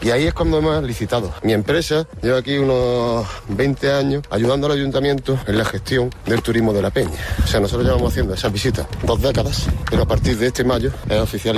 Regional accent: Andalusia, Spain; Yo como andaluz, siento decirlo, pero no conocía esta parte de Sierra Morena.

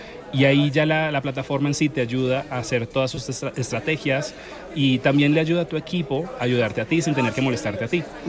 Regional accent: Colombia; also born or lived in Dominican Republic; now in Miami, United States; Nací en Dominicana, crié en Colombia, ahora vivo en Miami.

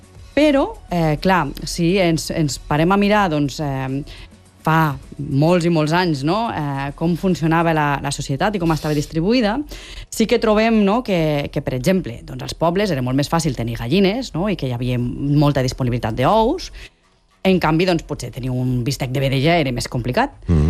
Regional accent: Lleida, Catalonia, Spain; jo sóc de Lleida Capital.

